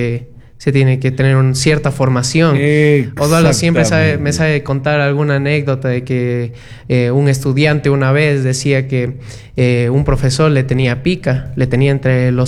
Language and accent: Spanish; Loja, Ecuador; Sí, yo soy de Loja